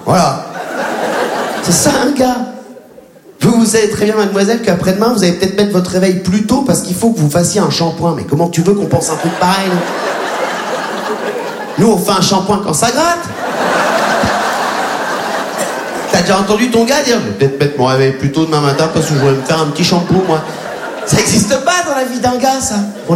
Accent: Réunion, France; moved away; quand j'étais gamin, mes ennemis à La Réunion, c'était les surfeurs.

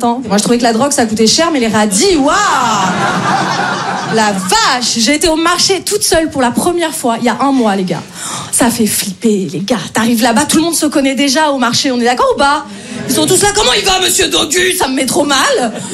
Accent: Paris, Île-de-France, France; moi je viens de Paris. J'essaye de jouer un peu dans plein de villes en France.

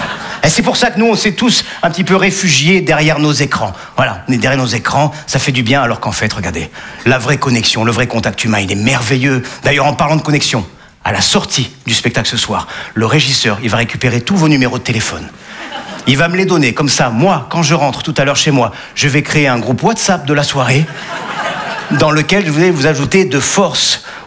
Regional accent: Nice, Provence-Alpes-Côte d'Azur, France; Eh ouais, je suis niçois, les amis. Ouais. Humoriste humoriste niçois.

